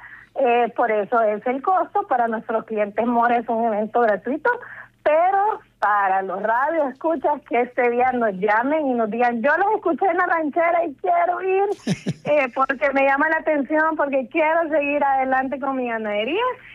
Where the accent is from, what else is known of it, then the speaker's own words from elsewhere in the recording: El Salvador; como industria salvadoreña, apoyando a nuestros hermanos salvadoreños.